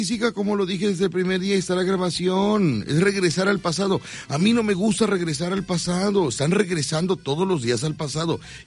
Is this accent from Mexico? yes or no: yes; Mexico; Soy puro mexicano